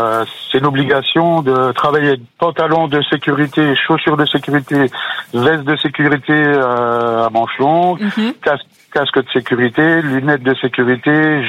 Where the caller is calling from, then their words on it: Grand Est, France; j'habite à un petit village à la frontière luxembourgeoise.